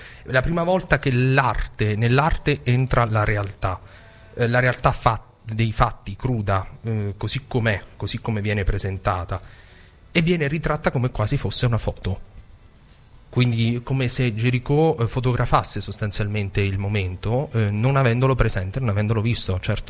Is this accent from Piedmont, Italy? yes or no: no; Abruzzo, Italy; Io sono abruzzese